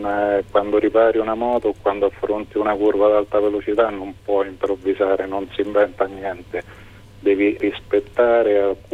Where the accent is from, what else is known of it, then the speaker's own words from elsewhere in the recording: Rome, Lazio, Italy; nato e cresciuto a Roma